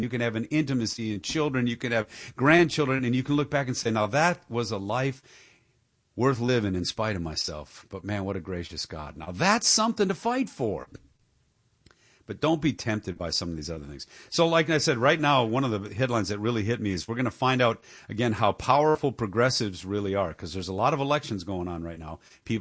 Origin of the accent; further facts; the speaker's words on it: Dearborn, Michigan, United States; It's happening in Dearborn, my hometown.